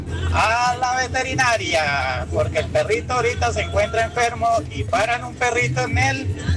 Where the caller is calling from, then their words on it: Ibagué, Tolima, Colombia; aquí en la ciudad de Ibagué.